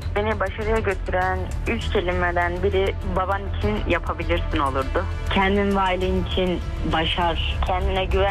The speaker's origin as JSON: {"language": "Turkish", "town": "Bor", "region": "Niğde", "country": "Turkey", "tie": "born there", "said": "2005 Niğde Bor doğumluyum."}